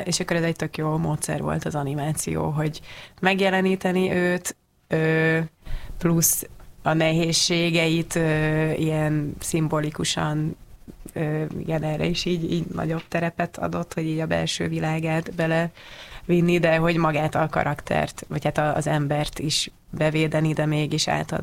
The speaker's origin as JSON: {"language": "Hungarian", "country": "Hungary", "said": "hogy így honnan jössz, Magyarországról jössz, akkor mindig meg kell beszélni, hogy miért úgy"}